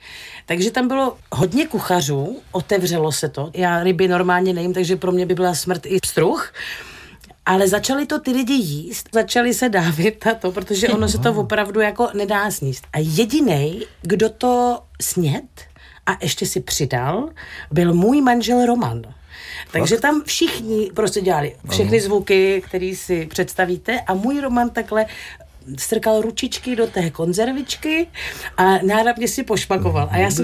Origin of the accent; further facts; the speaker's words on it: Moravia, Czechia; ale u nás na Moravě v podstatě oslava znamená zabití jídlem